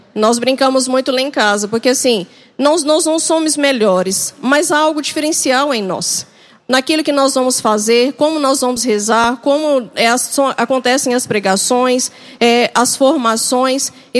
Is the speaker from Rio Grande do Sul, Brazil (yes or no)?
no; Sete Lagoas, Minas Gerais, Brazil; moved away as an adult; now in Curvelo, Brazil; sou natural de Sete Lagoas, tenho 45 anos